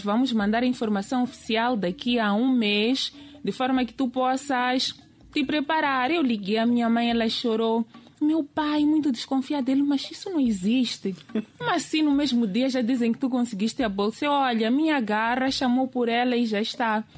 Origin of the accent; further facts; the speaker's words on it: Mozambique; Eu creio que nós, enquanto moçambicanos, não temos olhar centrado para países da América Latina.